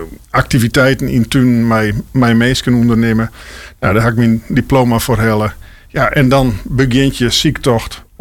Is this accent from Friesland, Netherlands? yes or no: yes; Buitenpost, Friesland, Netherlands; En daar ben ik in Boetenpost op Jeltingelaan opgegroeid.